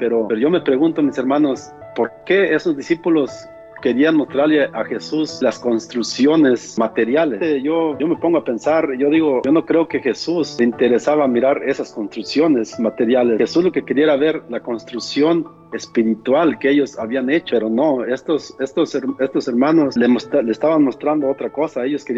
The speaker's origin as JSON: {"language": "Spanish", "region": "San Luis Potosí", "country": "Mexico", "said": "Yo soy de San Luis Potosí, de allá de un ranchito de la sierra. Allá, digamos que entre las piedras vivo yo, mis hermanos. Así que ya se imaginarán, pues, una persona que está allá, que viene de ranchos sin estudios"}